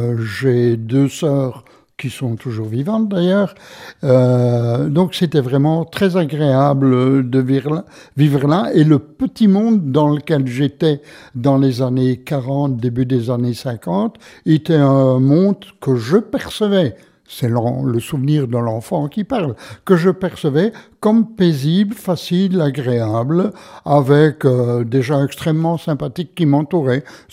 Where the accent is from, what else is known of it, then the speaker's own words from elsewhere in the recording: Habay-la-Vieille, Wallonia, Belgium; born there; Je suis né au fond du pays, en Gaume, dans la région de Virton, dans le village d'Abbé-la-Vieille, ou plus précisément dans un hameau de cette commune d'Abbé-la-Vieille qui a fusionné dans la commune d'Abbé.